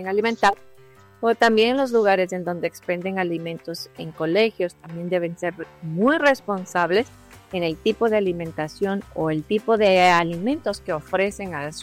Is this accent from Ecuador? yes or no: yes; Ecuador